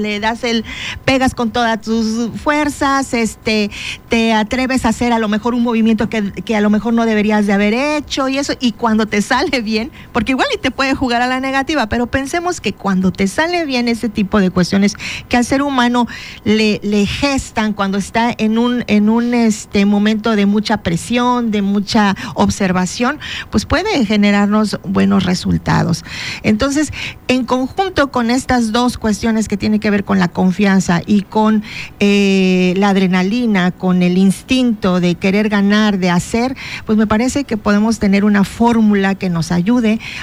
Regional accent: Mexico; Un marcador como mexicana, alentador, no sé qué, pues yo pienso en un 2-1

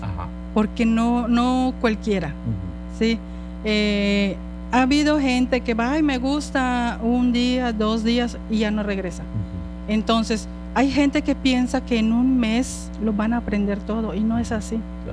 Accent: Tizimín, Yucatán, Mexico; now in Cozumel, Mexico; Yo vengo de la ciudad de Reyes Tizimín, Yucatán.

